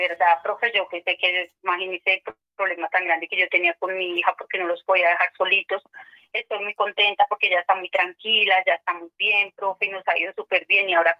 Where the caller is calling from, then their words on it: Bogotá, Colombia; De acá de Bogotá